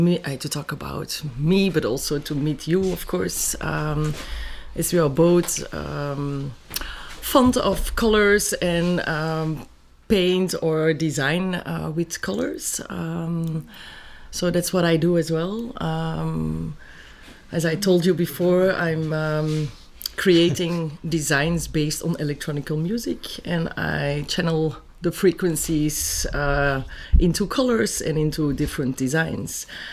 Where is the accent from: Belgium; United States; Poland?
Belgium; Wuustwezel, Flanders; Currently, I have an exhibition in my hometown. It's called Wustwezel.